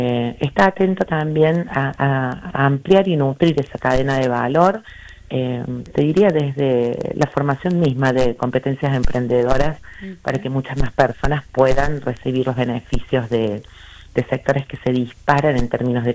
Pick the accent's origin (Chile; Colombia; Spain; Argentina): Argentina